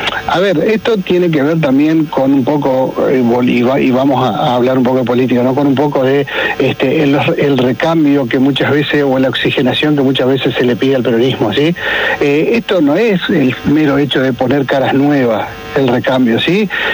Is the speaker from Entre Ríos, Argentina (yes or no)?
yes; Feliciano, Entre Ríos, Argentina; Sí, soy de acá de Feliciano.